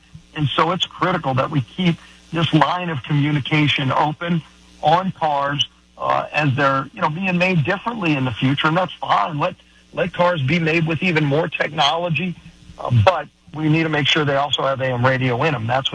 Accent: New Orleans, Louisiana, United States; I mean, you know, look, I come from New Orleans.

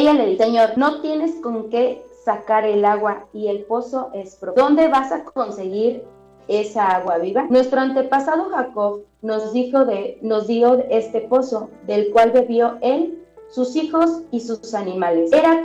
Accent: San José Iturbide, Guanajuato, Mexico; yo soy de San José Iturbide, Guanajuato, México.

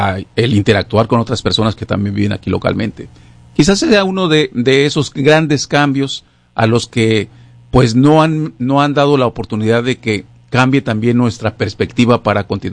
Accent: Tijuana, Baja California, Mexico; moved away as an adult; now in United States; Yo soy nacido en Tijuana y viví toda mi vida, la mayor parte de mi vida, en la frontera.

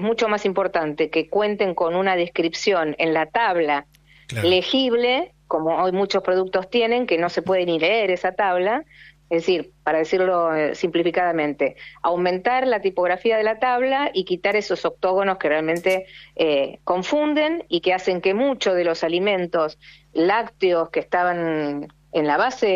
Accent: Argentina; No lo encasillo en la política partidaria, sino en lo que uno realmente siente como argentino.

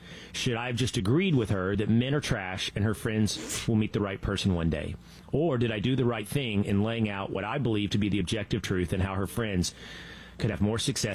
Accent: Sherman, Texas, United States; So I grew up in Sherman, Texas, 30,000 people, right?

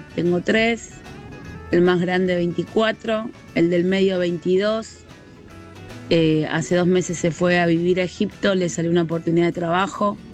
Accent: Buenos Aires, Argentina; soy de La Boca.

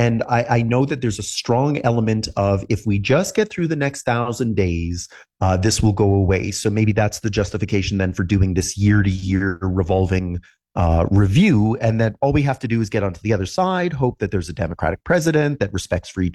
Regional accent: Ontario, Canada; I don't live in Ontario, but I grew up in Ontario, and I'm very familiar with the LCBO.

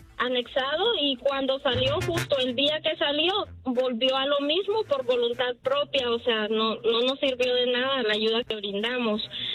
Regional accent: Santa Bárbara, Honduras; now in Denver, United States; Soy de Santa Bárbara, Honduras. País, lugar de las mujeres más bellas.

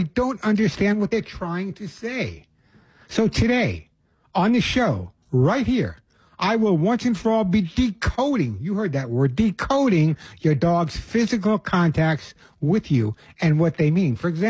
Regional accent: Long Island, New York, United States; born or raised there

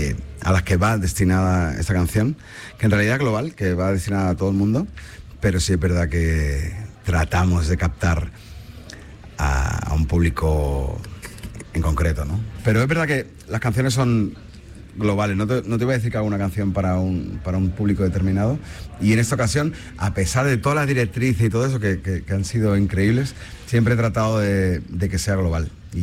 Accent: Badalona, Catalonia, Spain; me entrevistaban en Badalona, que es mi casa, donde yo nací. Y yo le decía, es que yo me siento bien en todos lados de España, me siento en casa.

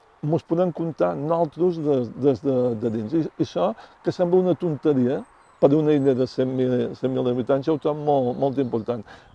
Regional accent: Menorca, Balearic Islands, Spain; moved away; also born or lived in Barcelona; jo he viscut quasi 40 anys a Barcelona i jo me sent menorquí, xerra menorquí, la dona menorquina

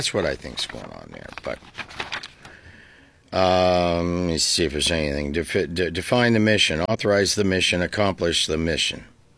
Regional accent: Dover, Ohio, United States; I'm going to go visit my sister, Glenda. Hi, Glenda. I grew up in Dover. We have Dover Chemical.

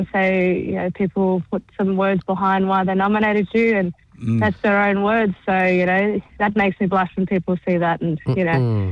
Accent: Ceduna, South Australia, Australia; going out in regional remote communities like my hometown, Ceduna, for Yabiru Festival

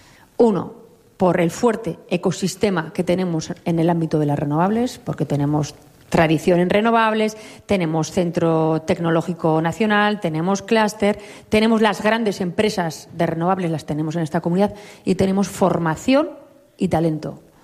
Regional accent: Navarre, Spain; mira, los navarros somos plurales, diversos, navarros que se sienten vascos, navarros que se sienten del mundo, navarros que se sienten solo navarros, navarros que se sienten navarros y españoles

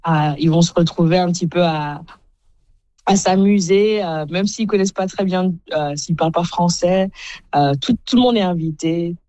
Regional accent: Côte d’Ivoire; also born or lived in Rwanda / Zimbabwe; Je suis née au Rwanda, j'ai grandi en Côte d'Ivoire, j'ai vécu aussi au Zimbabwe.

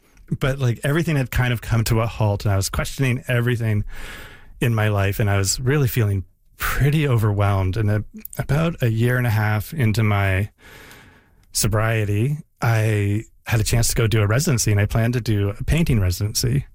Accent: Canada; moved away; also born or lived in San Francisco; I was born in San Francisco. My parents moved to Canada when I was a baby.

